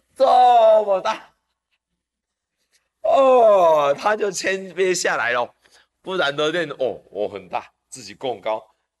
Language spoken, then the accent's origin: Chinese; China; 大陆我们中国人呢，因为我们国土比较大嘛